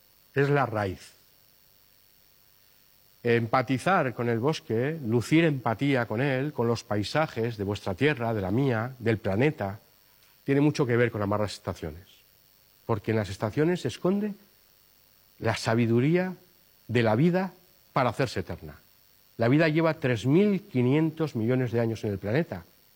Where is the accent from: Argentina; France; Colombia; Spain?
Spain; Navarre; Hace años que entró por mi tierra, por allá por el Pirineo Navarro